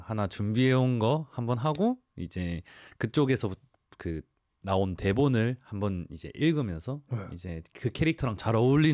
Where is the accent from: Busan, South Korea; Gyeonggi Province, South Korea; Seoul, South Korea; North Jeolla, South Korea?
Busan, South Korea; 이제 제가 부산 사람이다 네.